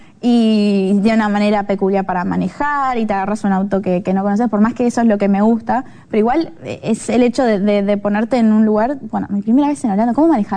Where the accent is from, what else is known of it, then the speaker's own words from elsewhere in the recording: Uruguay; esa alma luchadora como uruguaya